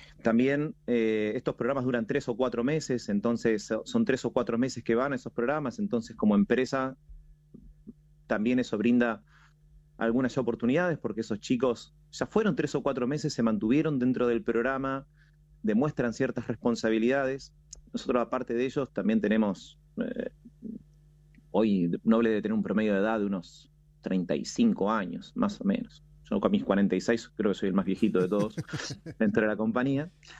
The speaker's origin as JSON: {"language": "Spanish", "town": "Coronel Suárez", "region": "Buenos Aires Province", "country": "Argentina", "lives_now": "Buenos Aires, Argentina", "said": "yo no soy de acá de Buenos Aires, soy del interior, cerca de Sierra Ventana de Coronel Suárez. Entonces, venir a Capital, una ciudad mucho más grande, también era un panorama diferente para mí."}